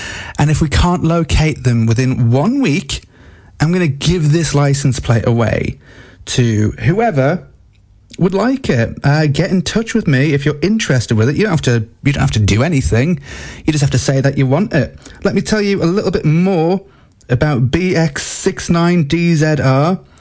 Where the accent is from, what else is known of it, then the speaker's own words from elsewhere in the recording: Alnwick, North East England, United Kingdom; No, we're from Alnwick. We hate Sunderland.